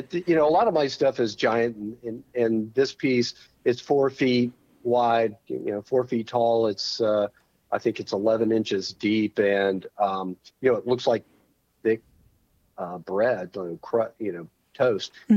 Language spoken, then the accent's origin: English; Houston, Texas, United States; I grew up in Houston. I am the son of a bull rider and a ballerina.